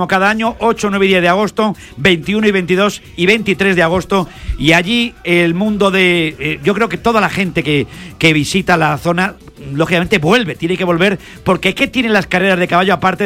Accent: Madrid, Community of Madrid, Spain; Y para mí también. Y para mí también, y soy de Madrid.

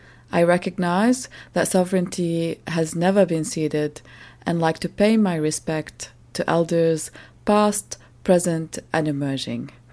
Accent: Lebanon; moved away; growing up in Lebanon

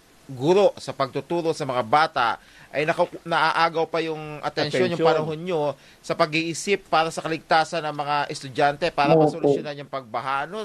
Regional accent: Guagua, Pampanga, Philippines; Ako kasi taga Guagua ako.

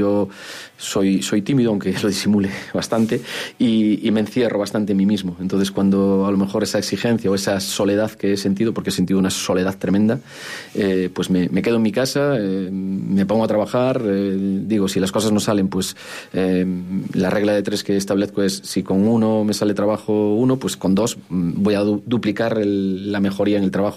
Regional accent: Galicia, Spain; moved away as an adult; now in Zamora, Spain; yo soy gallego y la morriña, evidentemente, no soy joven, tengo 50 años

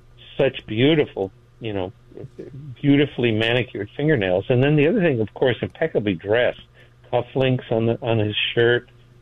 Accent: Los Angeles, California, United States; born there; I was born in East Los Angeles. So right off the bat, you know, I'm born on the wrong side of tracks, of the tracks in L.A., right?

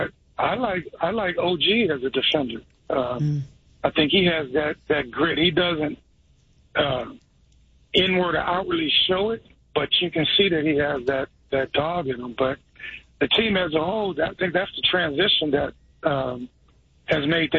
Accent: Bakersfield, California, United States; because I grew up in Bakersfield, California

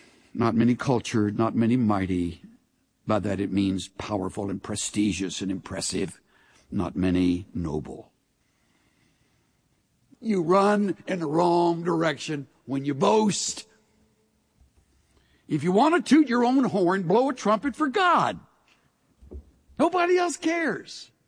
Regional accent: El Campo, Texas, United States; Me, I'm from the great metropolis of El Campo. Woo! Great White Way. Right down the road from Rosenberg, Bay City, Wharton.

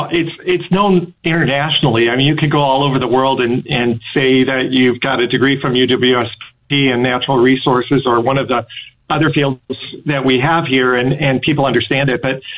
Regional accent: Wisconsin, United States; I have, but I'm from Wisconsin, and so it's easy for me to fall into it.

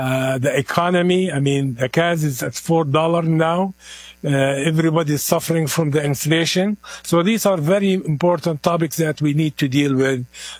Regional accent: Palestine; accent: heavy accent; now in United States; So I feel an American, even though I have a heavy accent. I was born here, grew up back home in Palestine.

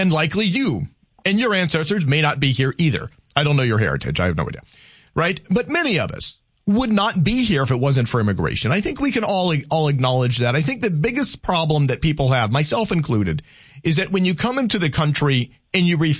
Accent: Louisiana, United States; I like that. I'm Cajun.

